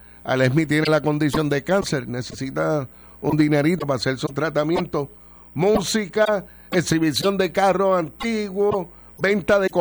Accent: Añasco, Puerto Rico; en la Hacienda Igualdad en mi pueblo de Añasc

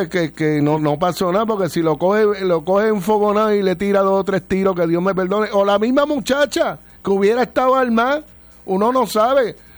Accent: Añasco, Puerto Rico; de mi pueblo de Añasco.

